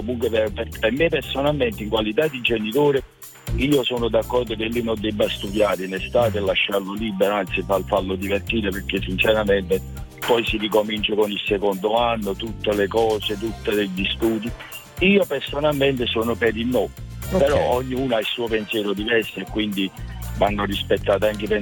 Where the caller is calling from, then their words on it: Naples, Campania, Italy; Allora, io chiamo da Napoli, adesso mi sono fermato per andare al lavoro